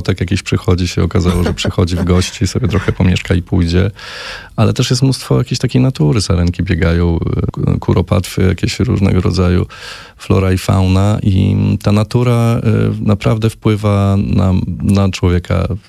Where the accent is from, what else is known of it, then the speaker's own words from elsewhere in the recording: Lublin, Lublin Voivodeship, Poland; ja pochodzę z Lublina i jakoś tak się potoczyły losy, że teraz właśnie mieszkamy tam w jeszcze pełniej harmonii naturą.